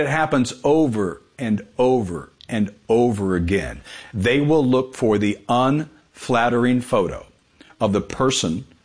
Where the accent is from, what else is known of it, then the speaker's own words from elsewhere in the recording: Los Angeles, California, United States; This is the … Show on Newsweek and the Salem News Channel. … from Los Angeles.